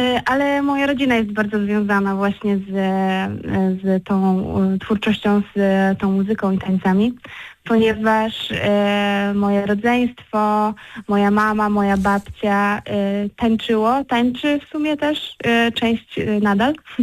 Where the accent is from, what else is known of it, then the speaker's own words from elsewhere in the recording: Brusy, Pomeranian Voivodeship, Poland; w moich rodzinnych stronach, w Brusach